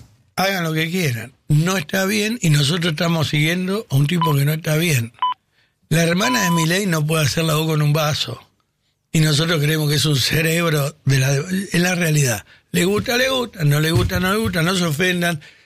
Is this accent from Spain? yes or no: no; Argentina; Porque acá te dicen que ya Kirchner, no, soy argentino.